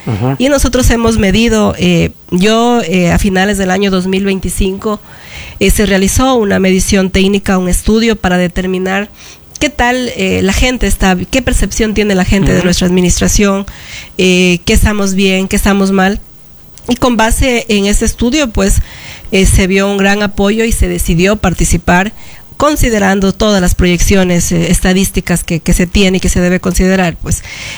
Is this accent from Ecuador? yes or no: yes; Yantzaza, Zamora-Chinchipe, Ecuador; soy una hija de Llanzaza